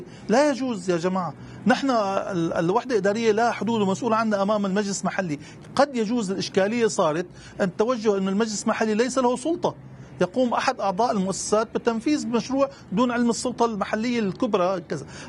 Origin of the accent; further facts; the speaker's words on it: Syria; ولدينا طبوغرافيون أكفاء في سوريا، ونحن سوريين نصدر مهندسون إلى العالم